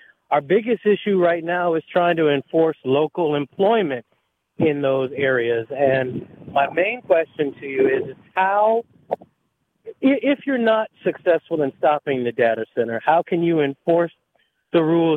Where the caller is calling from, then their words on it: Midland, Michigan, United States; Well, I'm actually in Midland, Michigan right now